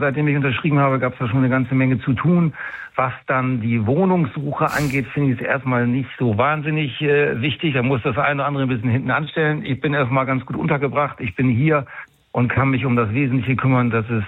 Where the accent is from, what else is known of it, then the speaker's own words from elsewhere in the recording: Bremen, Germany; so gesehen passe ich als Bremer, glaube ich, ganz gut hierher.